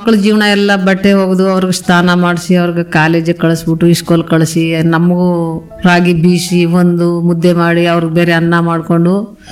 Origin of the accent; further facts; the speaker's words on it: Siddapura, Karnataka, India; Siddapura